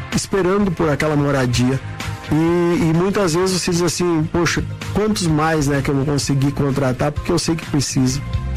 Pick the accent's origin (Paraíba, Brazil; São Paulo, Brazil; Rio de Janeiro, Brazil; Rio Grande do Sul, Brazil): Rio Grande do Sul, Brazil; born there; also born or lived in Paraná / Curitiba; Eu mudei para Curitiba em 1982. Na verdade, eu tenho uma história, que eu nasci no Rio Grande do Sul, morei no sudoeste do Paraná, morei em Curitiba, depois voltamos para o interior.